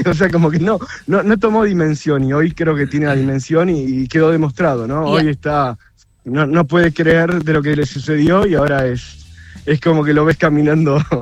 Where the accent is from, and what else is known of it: Argentina; now in Dallas, United States